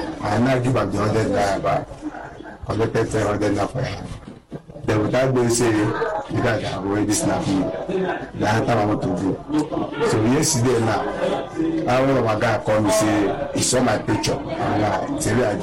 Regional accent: Imo, Nigeria; now in Benin City, Nigeria; I'm from Imo State.

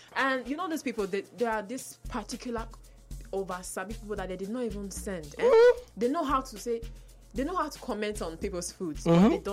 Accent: Nigeria; as a Nigerian or as an African person that I am

